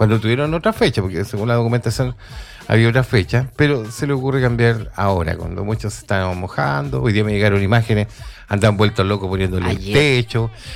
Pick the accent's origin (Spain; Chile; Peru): Chile; los chilenos somos